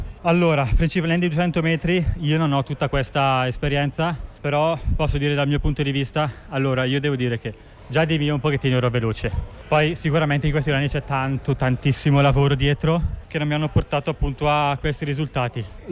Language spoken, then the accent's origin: Italian; Brembate di Sopra, Lombardy, Italy; Brembate di Stupa, squadra del mio paese.